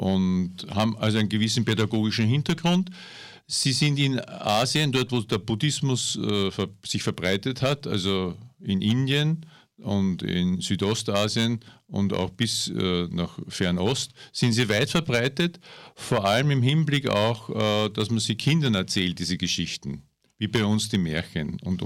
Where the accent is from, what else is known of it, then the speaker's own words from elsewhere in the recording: Vienna, Austria; now in Upper Austria, Austria; Mitte der 80er Jahre habe ich noch in Wien gewohnt, ich bin Wiener und habe dort recht intensiv die Zen-Praxis praktiziert. Bin dann nach Oberösterreich gekommen aus beruflichen Gründen